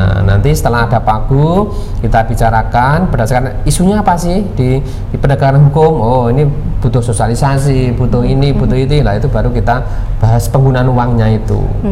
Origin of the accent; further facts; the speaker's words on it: Central Java, Indonesia; sama saya juga orang Miri